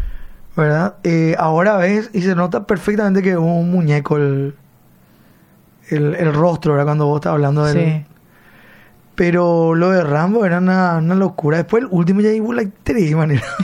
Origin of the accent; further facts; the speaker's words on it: Pedro Juan Caballero, Amambay, Paraguay; Soy de Pedro Juan